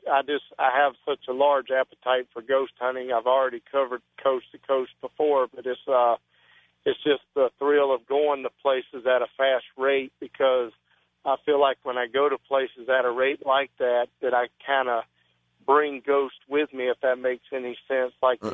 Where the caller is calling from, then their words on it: North Carolina, United States; I'm calling from North Carolina.